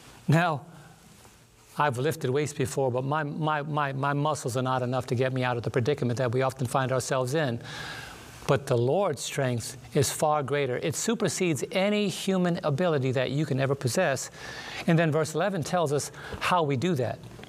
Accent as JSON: {"language": "English", "town": "New York City", "region": "New York", "country": "United States", "tie": "born or raised there", "said": "when I was growing up in Brooklyn"}